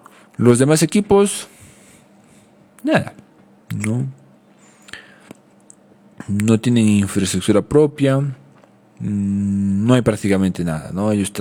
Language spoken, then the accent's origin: Spanish; Peru; en Perú, nosotros nunca hemos albergado Copa América